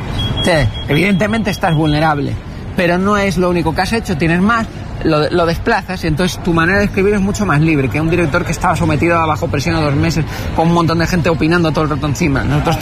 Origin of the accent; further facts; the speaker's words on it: Canary Islands, Spain; born there; Porque yo nací en Canarias, tú eres canario.